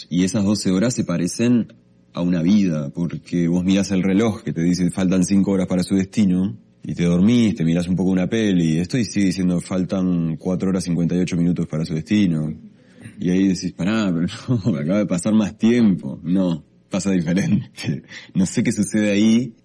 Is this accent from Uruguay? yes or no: yes; Uruguay; para nosotros como uruguayos